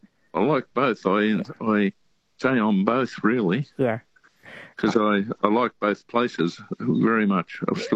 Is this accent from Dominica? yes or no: no; New Zealand; born there; I was born in New Zealand.